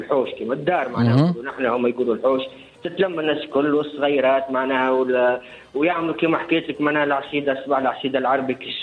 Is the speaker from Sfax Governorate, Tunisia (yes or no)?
no; Djerba, Medenine, Tunisia